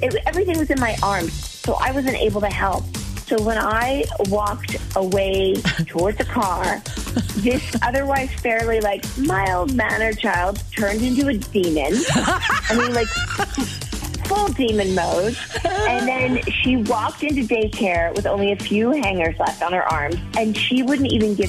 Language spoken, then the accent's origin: English; Fitchburg, United States; I'm from Fitchburg.